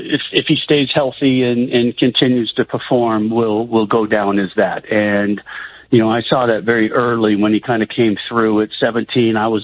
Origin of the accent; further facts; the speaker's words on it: United States; as an American, former international